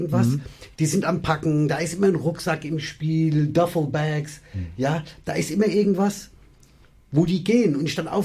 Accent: Frankfurt, Hesse, Germany; Und bei uns in Frankfurt, Hanau, Frankfurt ist ja 91 bis 93, haben die da alles langsam zugemacht.

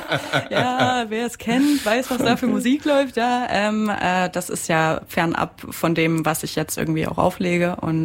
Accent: Merseburg, Saxony-Anhalt, Germany; Ich komme ursprünglich aus Merseburg.

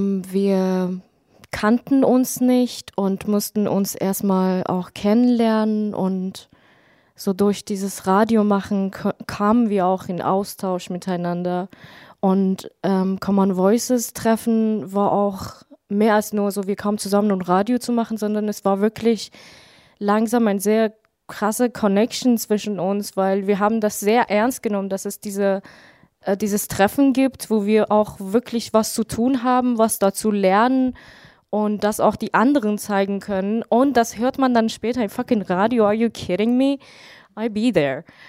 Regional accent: Iran; moved away; wie ich als Frau aufgewachsen bin im Iran

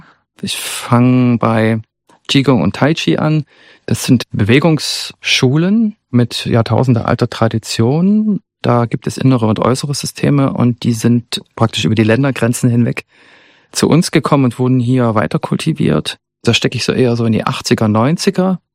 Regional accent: Zittau, Saxony, Germany; now in Dresden, Germany; dass natürlich die psychische Unterstützung da, wo ich herkomme, ganz anders ist als in Dresden. Ich habe in Dresden viel schneller Therapie gefunden als noch in Zittau und hatte da in Zittau überhaupt gar keine Ressource dafür.

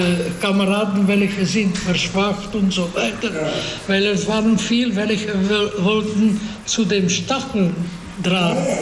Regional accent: Hungary; German is a second language; moved away; also born or lived in Belgium; die Nazis wussten nicht, dass ich Jude bin, wussten nicht, dass ich Ungarer bin.

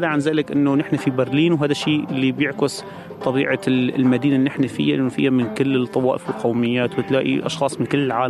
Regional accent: Aleppo, Aleppo Governorate, Syria; now in Berlin, Germany; نحن عنا بحلب، نحن كمان من حلب

